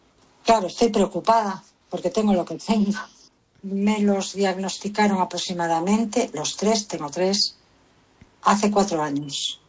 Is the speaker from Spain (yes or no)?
yes; Vigo, Galicia, Spain; Soy de Vigo, estoy en esta espera para operar